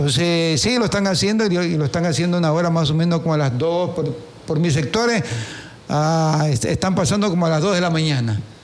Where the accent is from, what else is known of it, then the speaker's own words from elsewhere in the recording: Quevedo, Los Ríos, Ecuador; soy de San Camilo